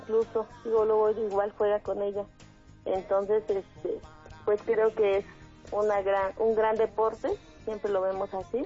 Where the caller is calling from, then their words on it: Nicolás Romero, State of Mexico, Mexico; Desde Nicolás Romero, Estado de México.